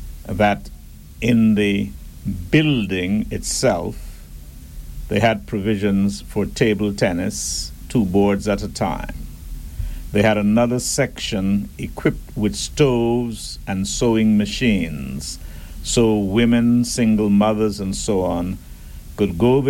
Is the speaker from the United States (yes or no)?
no; Falmouth, Trelawny, Jamaica; now in Grand Turk, Turks and Caicos Islands; Where I grew up in Falmouth, Jamaica